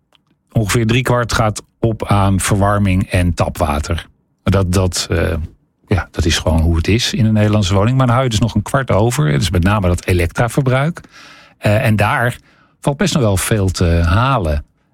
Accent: Netherlands; Nou, we weten best wel wat als Nederlanders.

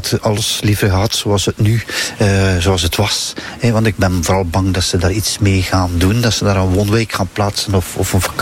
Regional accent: Bruges, Flanders, Belgium; born there; moved away; Toen ik nog in Brugge woonde

